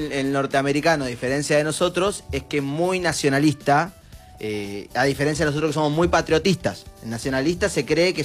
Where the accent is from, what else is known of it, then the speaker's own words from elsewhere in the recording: Santa Isabel, La Pampa, Argentina; mi pueblo Santa Isabel, pero es el ejemplo más concreto, porque es el lejano oeste en Argentina.